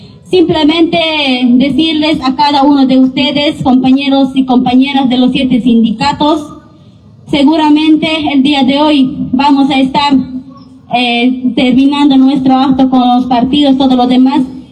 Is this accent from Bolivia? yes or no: yes; Bolivia; pero como todo boliviano